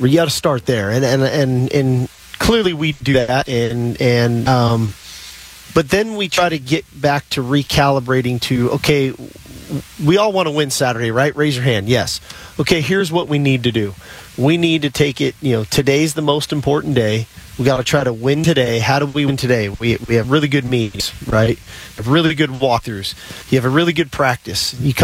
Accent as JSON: {"language": "English", "region": "California", "country": "United States", "tie": "born or raised there", "said": "growing up in California, you know, 9 a.m. was when you woke up"}